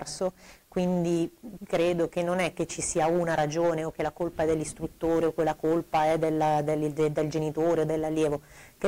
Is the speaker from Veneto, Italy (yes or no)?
no; Lecco, Lombardy, Italy